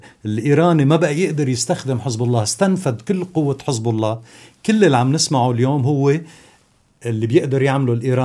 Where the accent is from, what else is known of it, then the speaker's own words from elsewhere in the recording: Lebanon; أنا كلبناني سيادي وأنا كلبناني أحتاج إلى الأمن والاستقرار